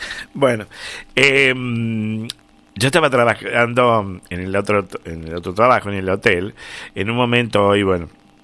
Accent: Argentina; Ya se sabe que somos argentinos, desde luego, y estamos súper felices

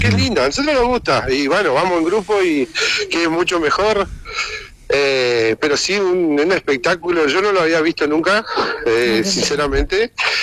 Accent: Junín, Buenos Aires Province, Argentina; los que somos de Junín

